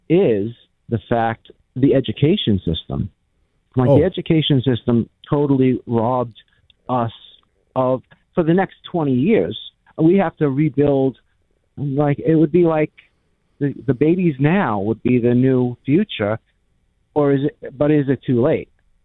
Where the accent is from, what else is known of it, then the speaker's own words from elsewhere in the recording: New York, United States; but I come from New York.